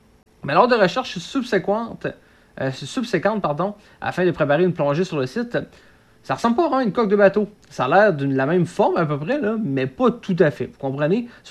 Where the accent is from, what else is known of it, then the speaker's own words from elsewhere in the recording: Quebec, Canada; chez nous, au Québec.